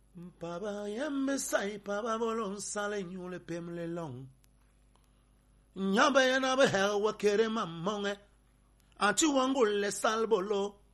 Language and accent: French; Edea, Littoral, Cameroon; je suis de la Sanaga Matim, j'ai grandi à Idéa.